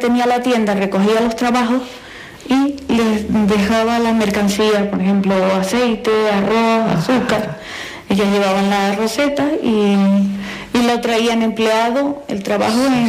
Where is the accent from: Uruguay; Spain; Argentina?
Spain; Vilaflor, Canary Islands; Pues yo nací en La Escalona, es un barrio de Vilaflor. Entonces allí, pues, pequeñito.